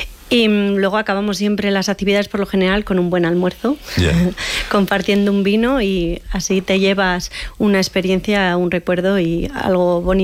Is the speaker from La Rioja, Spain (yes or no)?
yes; Huércanos, La Rioja, Spain; Bueno, pues yo soy de Huércanos de toda la vida y se puede decir que tanto yo como mis hermanas hemos nacido debajo de una cepa.